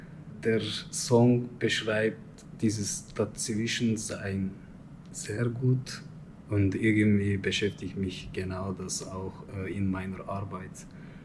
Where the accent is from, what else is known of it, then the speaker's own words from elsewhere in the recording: Turkey; German is a second language; now in Switzerland; ich bin Türke, also nicht böse gemeint, aber ich bin Türke und ich kann mich gar nicht als Schweizer oder so identifizieren irgendwie. Also ich gehöre zu türkischer Kultur